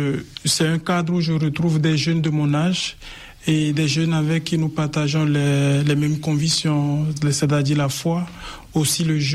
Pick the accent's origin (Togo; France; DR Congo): Togo; Lomé, Maritime; born there; Alors, je suis né au Togo, plus précisément à Lomé. Et Lomé, c'est la capitale du Togo.